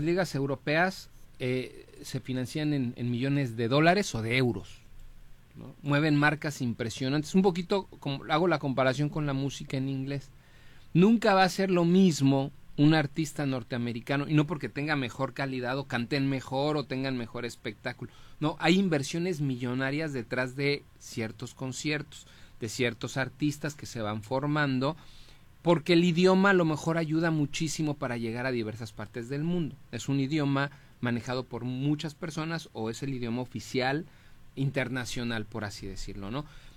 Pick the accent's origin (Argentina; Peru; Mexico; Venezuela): Mexico; muy propia, por ejemplo, de nuestra genética como mexicanos.